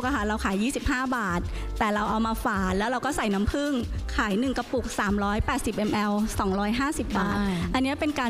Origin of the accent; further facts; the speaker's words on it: Bangkok, Thailand; born there; กับพี่แหม่มเราเป็นคนกรุงเทพสองคนเลยโดยกำเนิดเราไม่มีทรัพยากรใดๆเป็นต้นทุน